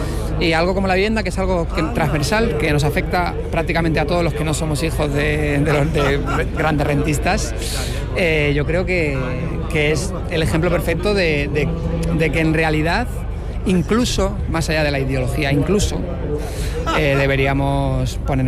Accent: Rivas-Vaciamadrid, Community of Madrid, Spain; Claro, yo soy de Rivas. Rivas hace 40 años era un descampado.

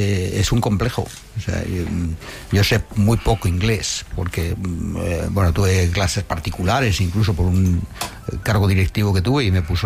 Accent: Madrid, Community of Madrid, Spain; los años 60, 70, de mi infancia, era un riesgo en Chamberí jugando las chapas. Esto era lo que yo hacía.

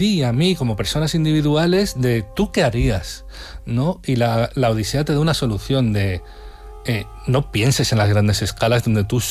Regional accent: Spain; yo soy español, es decir, occidental

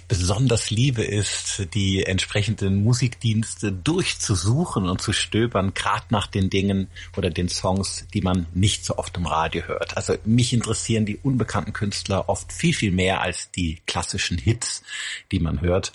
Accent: Rhineland, Germany; Ich komme ja aus dem Rheinland.

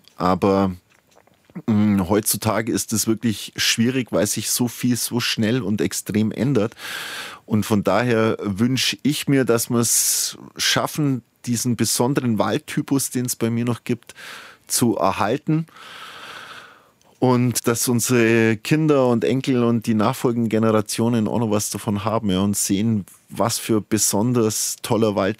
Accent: Germany; ich bin ja gebürtiger Hohnstädter

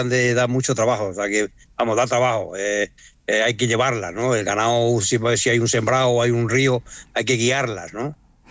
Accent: Extremadura, Spain; Yo soy de Extremadura, ¿no? En mi casa, en Extremadura y en la finca, pues allí organizo las parideras

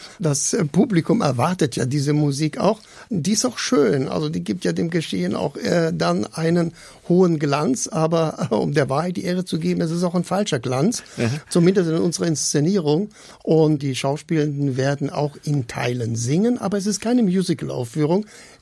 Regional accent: Southern Germany, Germany; Ich bin in Süddeutschland groß geworden.

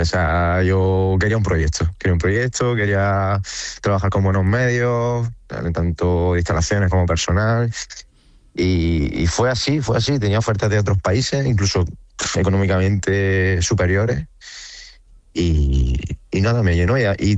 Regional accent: Spain; moved away as an adult; now in Ukraine; somos 5 españoles en el cuerpo técnico

